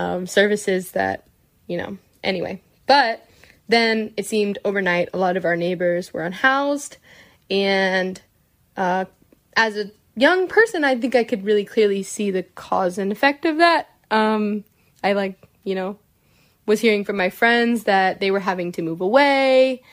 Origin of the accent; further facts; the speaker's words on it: Hemet, California, United States; I grew up in the Inland Empire. I'm from Hemet.